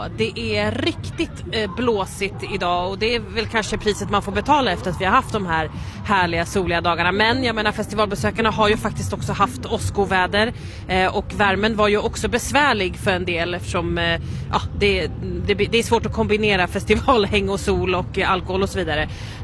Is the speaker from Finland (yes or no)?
no; Sweden; som svensk musikkritiker.